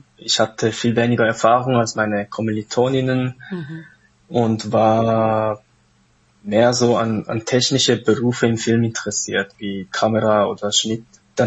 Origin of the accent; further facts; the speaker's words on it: Switzerland; Ich bin Filmregisseur, bin 1991 in der Schweiz geboren und aufgewachsen und lebe auch jetzt noch in Zürich.